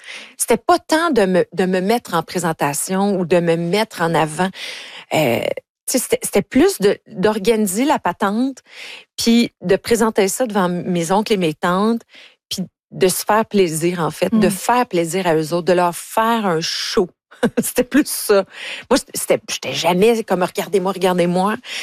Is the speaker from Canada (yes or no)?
yes; Ontario, Canada; moved away; moi, je viens de l'Ontario.